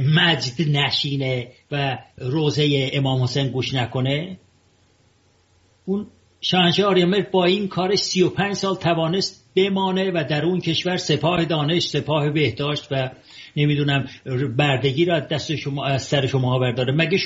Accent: Tehran, Tehran Province, Iran; also born or lived in Ardabil; من خودم به چشم خودم دیدم تبلها و شمشیر به سر و کله کوبیدن در اردبیل، که من اردبیلی هستم، در تهران بزرگ شدم و من اردبیلی هستم.

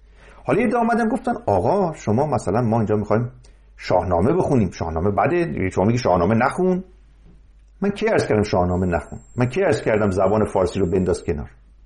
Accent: Mazandaran, Iran; من چون مازندرانی هستم از اونجا شروع میکنم.

